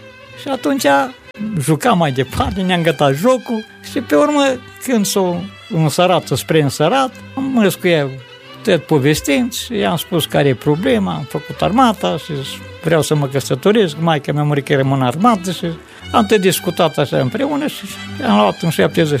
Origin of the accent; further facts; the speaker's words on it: Iuriu de Câmpie, Cluj County, Romania; moved away as an adult; now in Ceanu Mare, Romania; Eu cântam la noi la strană, la Iuriu de Câmpie